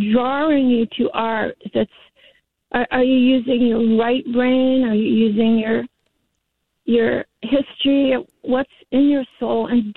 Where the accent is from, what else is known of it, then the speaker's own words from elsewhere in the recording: Massachusetts, United States; also born or lived in Maine; James, I grew up in Massachusetts. I live, my family, my ancestors came from Europe to Maine. I've lived in Camden, Maine. I've lived in Belfast, Maine.